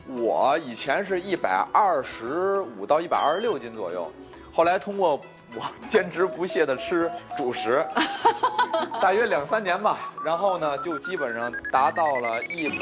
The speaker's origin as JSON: {"language": "Chinese", "region": "northern China", "country": "China", "said": "因为我是北方人嘛"}